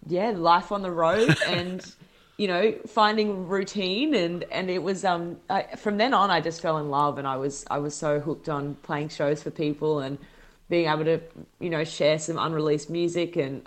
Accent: Brisbane, Queensland, Australia; So I'm from Brisbane

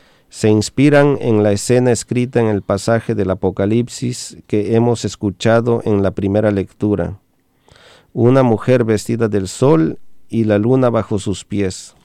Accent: Mexico; el orgullo que siento como mexicano

